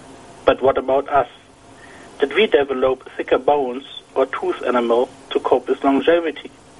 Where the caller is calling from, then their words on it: Switzerland; Hello, Naked Scientists. … from Switzerland